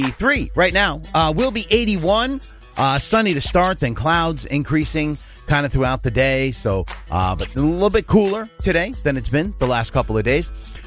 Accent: New York, United States; I grew up in New York, and then they went down to Florida

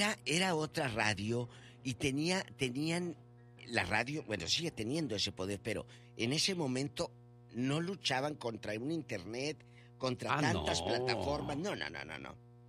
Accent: Chihuahua, Mexico; Decimos en mi tierra, a la torta. Chihuahua.

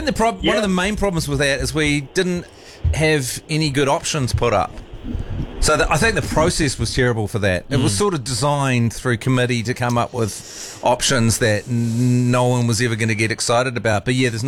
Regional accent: Dunedin, Otago, New Zealand; you go to a city like Dunedin, my hometown, and there's these beautiful murals

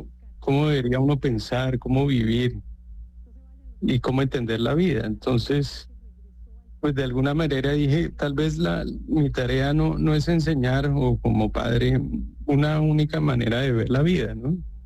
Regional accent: Bogotá, Colombia; Yo soy bogotano, sí.

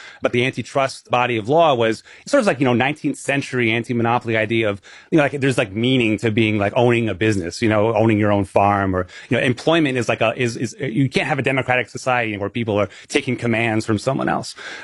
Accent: New England, United States; I'm from New England, so Dunkin' Donuts is our big chain.

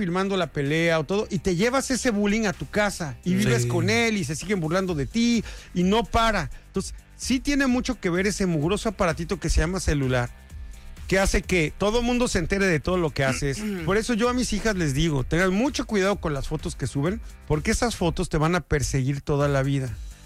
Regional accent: Mexico

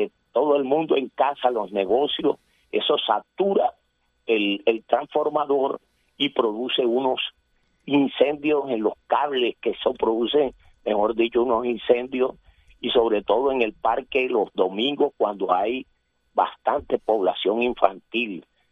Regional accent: Atlántico, Colombia; moved away; yo una vez me pensioné, me vine a residir acá, porque este es mi pueblo.

